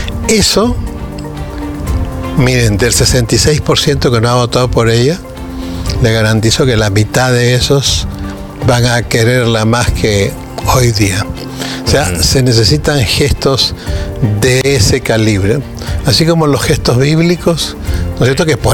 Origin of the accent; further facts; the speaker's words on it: Peru; Mi gran consejo fraterno como peruano